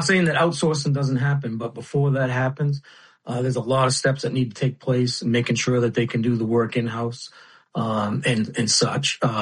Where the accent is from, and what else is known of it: Bath, Maine, United States